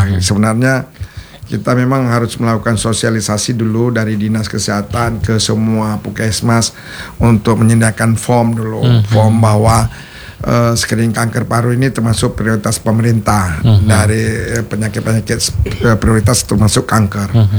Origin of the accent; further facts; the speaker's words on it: Aceh, Indonesia; memang orang kita Aceh